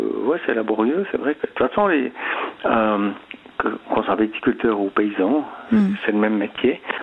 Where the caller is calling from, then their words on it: Auvergne-Rhône-Alpes, France; je suis depuis ma véranda d'Auvergne